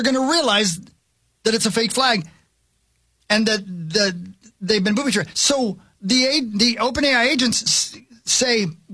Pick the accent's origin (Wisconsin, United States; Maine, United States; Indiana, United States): Indiana, United States; born there; I was born in Indiana and you can tell.